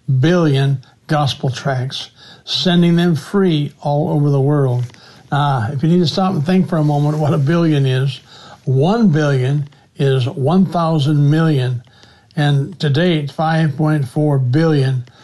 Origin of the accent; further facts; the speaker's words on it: South Dakota, United States; also born or lived in Ohio; told him I was a preacher from South Dakota and lived in Ohio